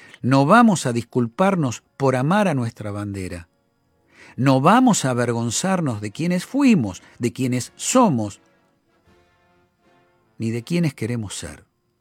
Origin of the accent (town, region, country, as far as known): Argentina